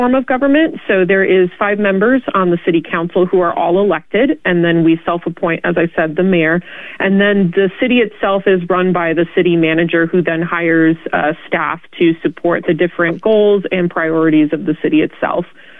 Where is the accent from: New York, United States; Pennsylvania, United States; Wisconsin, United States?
Wisconsin, United States; moved away as an adult; now in Dunsmuir, United States; I actually moved to the region in 2016 from the Midwest. I'm originally from Wisconsin, and I had moved out.